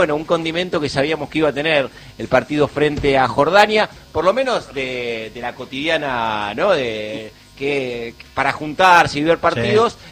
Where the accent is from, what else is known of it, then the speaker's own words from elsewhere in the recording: Argentina; mientras estábamos viviendo nosotros como hinchas argentinos, ajustando algunas cuestiones de la logística para ir a ver a la selección